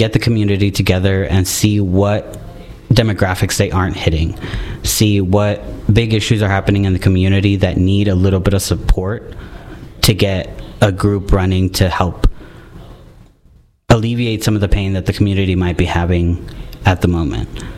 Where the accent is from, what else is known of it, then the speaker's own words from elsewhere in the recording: El Paso, Texas, United States; now in Amarillo, United States; Yes, yeah, I've been in Amarillo for about the last, I believe, 8 years now. I'm originally from El Paso.